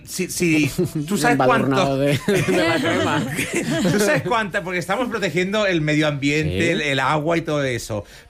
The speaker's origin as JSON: {"language": "Spanish", "region": "Balearic Islands", "country": "Spain", "said": "Pero, a ver, yo soy de Menorca. El paraíso público de España es Menorca."}